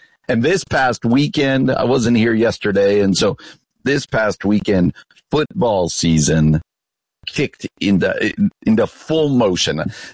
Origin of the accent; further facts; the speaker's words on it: East Coast, United States; I grew up on the East Coast where there wasn't a ton of, local college football.